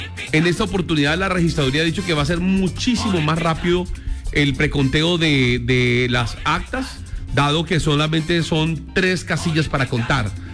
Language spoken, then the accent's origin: Spanish; Colombia; Muchos somos colombianos